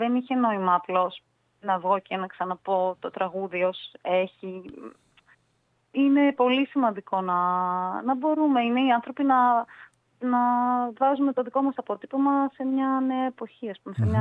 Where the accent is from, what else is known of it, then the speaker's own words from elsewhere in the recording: Thessaloniki, Central Macedonia, Greece; moved away as an adult; now in Athens, Greece; Γεννήθηκα και μεγάλωσα στη Θεσσαλονίκη.